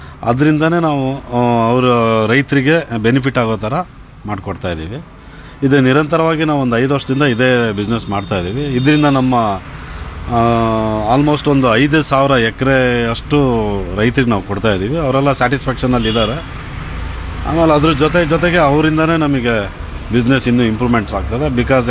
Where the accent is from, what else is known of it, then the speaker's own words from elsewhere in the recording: Konandur, Karnataka, India; now in Shivamogga, India; ನಮ್ಮ ನೇಟಿವ್ ಬಂದು ಕೋಣಂದೂರು, ತೀರ್ಥಳ್ಳಿ ತಾಲೂಕು. ಶಿವಮೊಗ್ಗ ಬಂದು